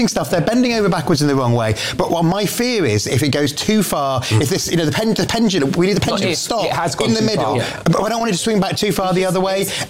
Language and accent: English; North West England, United Kingdom; I'm from Greater Manchester like you, Patrick.